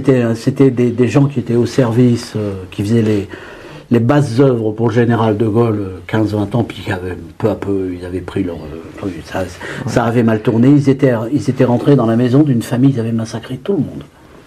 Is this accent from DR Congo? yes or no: no; Hauts-de-France, France; born or raised there